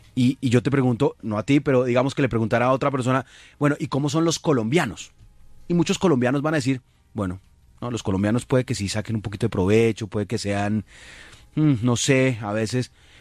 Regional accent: Colombia; lo que creo de nuestra identidad común como colombianos.

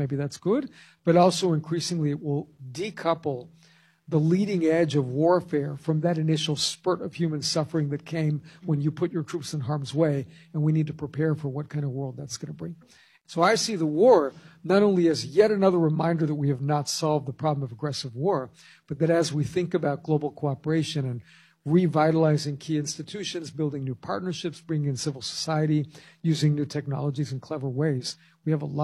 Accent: California, United States; So in my home state of California in the early 1970s

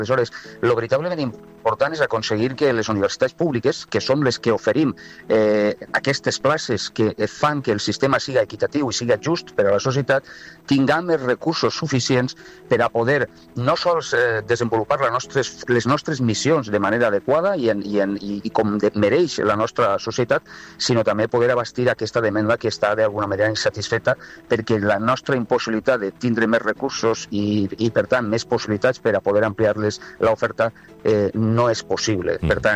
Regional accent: Ontinyent, Valencian Community, Spain; em fa sentir molt orgullós de que el meu poble hagi tingut, i l'Ajuntament d'Ontinyent, per supost, hagi tingut l'amabilitat d'honrar-me en este premi.

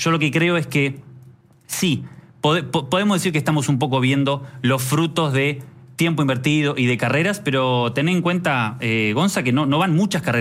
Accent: Argentina; somos los argentinos, viste, un país muy de la cultura del automovilismo

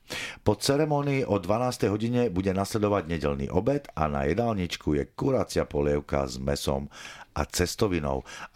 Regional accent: Očová, Banská Bystrica Region, Slovakia; moved away; som z Očovej a ľudové tanci sú veľmi tradičné tam u nás.

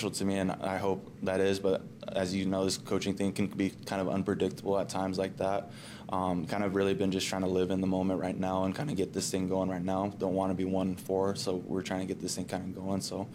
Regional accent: Washington, United States; I grew up on the Lummi Reservation and it was something a very part of, like, it's who I am and stuff like that. Like, I identify myself as that.

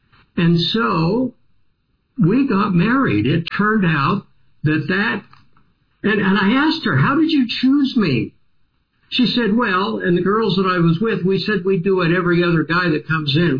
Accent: Salt Lake City, Utah, United States; I'm from Salt Lake City, Utah. I was the oldest child of five.

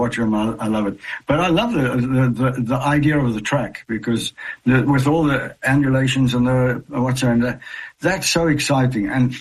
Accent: South Africa; born or raised there

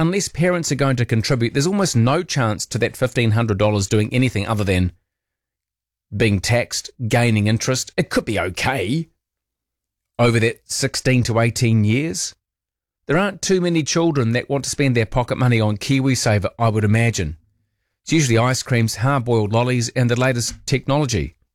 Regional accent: Christchurch, Canterbury, New Zealand; Christchurch, what's going on there? My hometown, hot as it's ever been in June.

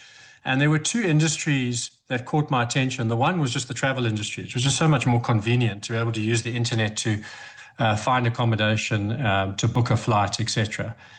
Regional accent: Cape Town, Western Cape, South Africa; So I was born and bred in Cape Town. I went to high school at St. Stithians and then went to UCT for university.

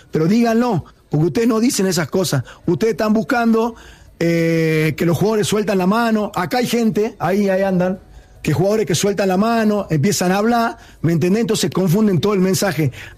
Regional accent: Salta, Argentina; Entonces sí, porque soy de Salta

